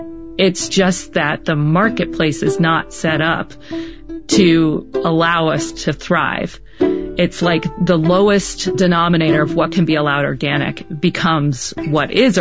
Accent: East, United States; now in Durango, United States; he's from Minnesota and I'm from the East.

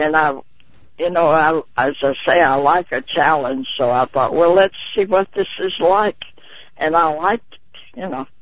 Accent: Baton Rouge, Louisiana, United States; my hometown of Baton Rouge, where my husband and I met and where we both graduated

